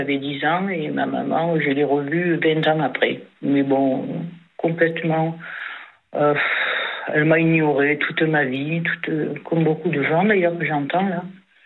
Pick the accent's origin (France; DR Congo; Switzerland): France; Bourgogne-Franche-Comté; born there; moved away; also born or lived in Marseille; je suis née en Saône-et-Loire, moi.